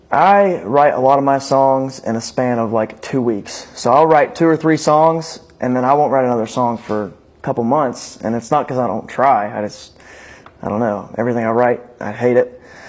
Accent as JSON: {"language": "English", "town": "Winfield", "region": "West Virginia", "country": "United States", "tie": "born or raised there", "said": "I grew up in Winfield, West Virginia, obviously, but I went to school at Winfield."}